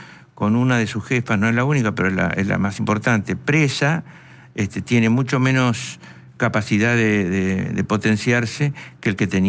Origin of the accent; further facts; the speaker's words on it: Buenos Aires, Argentina; born there; now in Buenos Aires Province, Argentina; Yo nací en la Capital Federal.